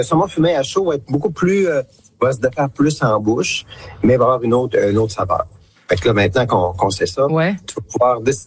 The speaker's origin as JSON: {"language": "French", "region": "Quebec", "country": "Canada", "said": "Puis ils font tous les événements chez nous en Gaspésie."}